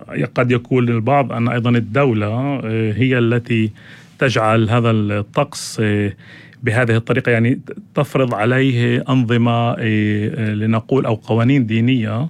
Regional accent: Palestine; في بلادنا فلسطين

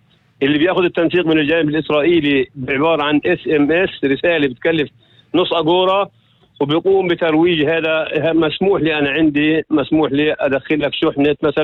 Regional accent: West Bank, Palestine; عندنا في الضفة الغربية

